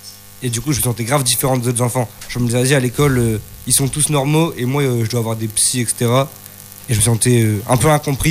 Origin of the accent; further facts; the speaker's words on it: Neuville-en-Ferrain, Hauts-de-France, France; du coup, j'ai 18 ans. Je viens de Neuville-en-Ferrin, du coup dans le nord d'ici.